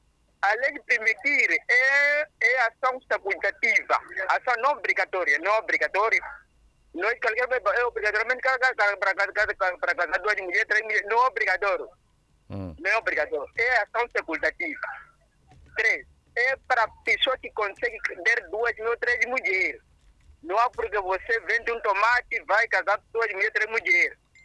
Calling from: Nampula, Mozambique; de Nampula.

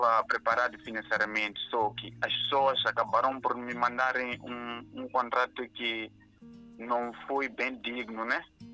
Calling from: Gaza, Mozambique

